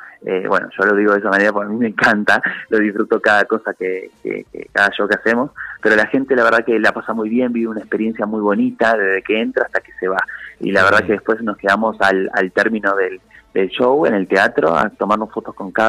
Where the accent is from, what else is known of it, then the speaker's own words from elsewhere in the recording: Buenos Aires, Argentina; now in Córdoba, Argentina; Sí, no, hace un tiempito no vivo en Buenos Aires, me vine a vivir a Córdoba.